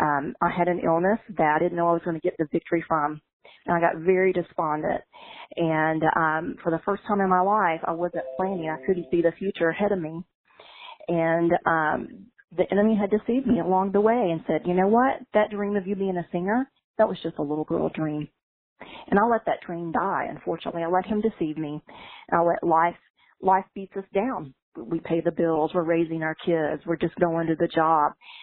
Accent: Kentucky, United States; born there; now in Jacksonville, United States

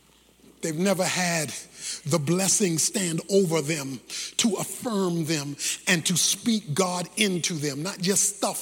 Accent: Baltimore, Maryland, United States; When I was growing up in Baltimore

